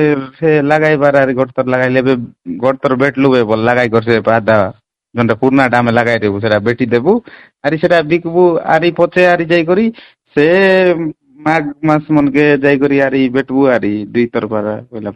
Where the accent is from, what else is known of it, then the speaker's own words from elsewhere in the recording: Kinmung, Odisha, India; ଆମର ଗାଁ କିନମୁଙ୍ଗ, ପଞ୍ଚାୟତ ଜାଲାପୁଟ, ବ୍ଲକ ନନ୍ଦପୁର ଦିଦି, ଜିଲ୍ଲା କୋରାପୁଟ।